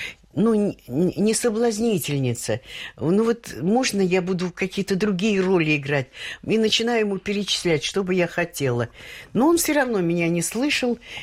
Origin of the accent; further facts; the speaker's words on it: Moscow, Russia; Потому что я росла в лесу, во Внуково.